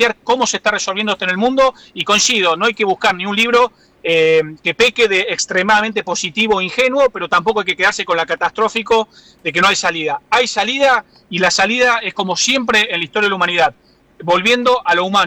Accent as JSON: {"language": "Spanish", "region": "Córdoba", "country": "Argentina", "said": "Y radios del interior como Cadena 3, Mitre, eso es lo que consumo como cordobés"}